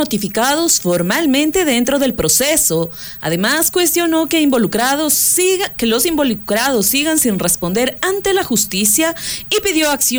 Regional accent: Ecuador; nosotros como ecuatorianos

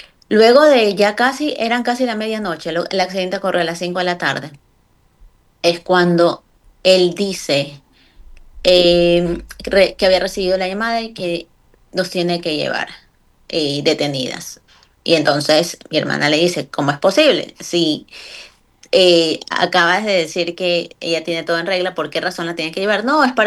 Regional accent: Ecuador; mi familia, como buenos ecuatorianos, somos bien acogedores

